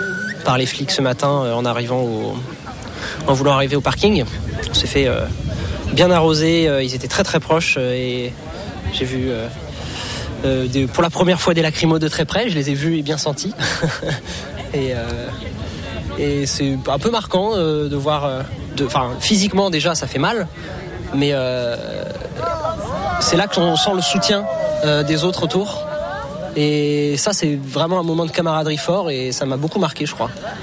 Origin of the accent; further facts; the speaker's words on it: Brest, Brittany, France; Eh bien, moi, je viens de Brest. Je viens de Brest, où je suis en train de travailler là-bas.